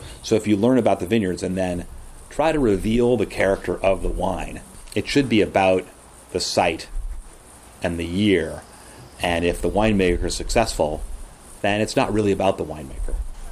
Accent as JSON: {"language": "English", "town": "Briceland", "region": "California", "country": "United States", "tie": "born or raised there", "said": "I grew up here in the house here"}